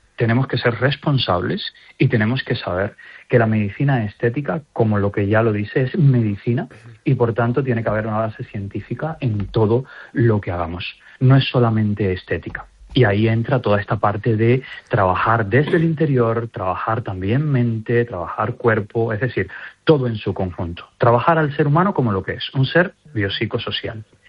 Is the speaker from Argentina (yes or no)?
no; Galicia, Spain; a nosotros, como gallegos